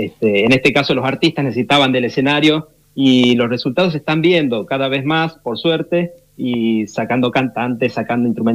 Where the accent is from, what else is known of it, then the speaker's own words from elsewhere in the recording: Tucumán, Argentina; now in La Plata, Argentina; somos los platenses adoptados por la ciudad, en realidad, nosotros. Él cordobés, yo tucumano